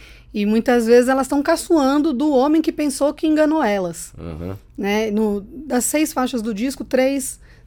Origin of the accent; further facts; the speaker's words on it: Porto Alegre, Rio Grande do Sul, Brazil; Não, comecei a cantar em Porto Alegre, de onde eu vim.